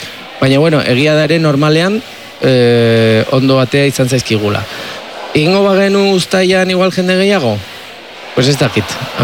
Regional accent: San Sebastián, Basque Country, Spain; ni Donostiarra naiz

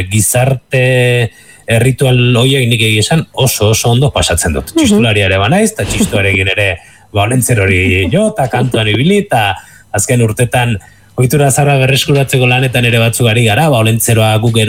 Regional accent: Basque Country, Spain; moved away; gure kasuan Goierri aldean ni nerabean intzenean

